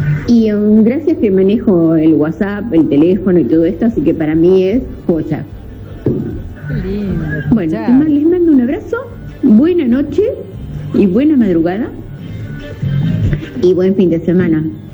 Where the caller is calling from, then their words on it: La Pampa, Argentina; de La Pampa